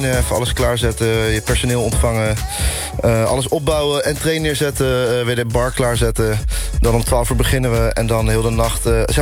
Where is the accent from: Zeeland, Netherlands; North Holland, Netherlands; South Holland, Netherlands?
South Holland, Netherlands; The Hague; Maar ik kom gewoon uit Den Haag.